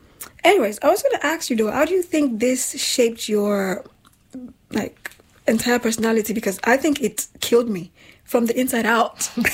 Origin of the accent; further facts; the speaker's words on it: Nigeria; because of the way I grew up in Nigeria, I hated my body.